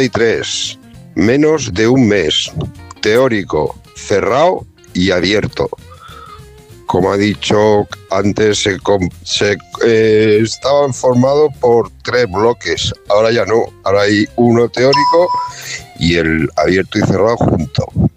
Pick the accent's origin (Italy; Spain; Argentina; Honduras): Spain; Alicante, Valencian Community